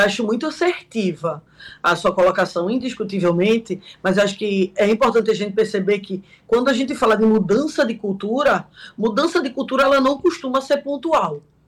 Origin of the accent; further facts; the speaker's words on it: Brazil; a gente é brasileira